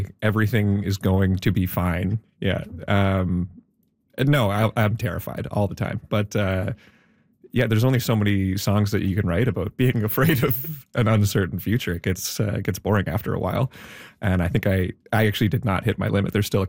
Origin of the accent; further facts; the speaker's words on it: Nova Scotia, Canada; I grew up in Nova Scotia, so most of the folks I know are within an hour's drive of downtown Halifax.